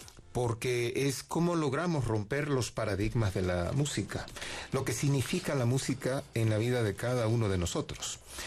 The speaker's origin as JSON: {"language": "Spanish", "region": "Coast", "country": "Ecuador", "said": "como soy de la costa"}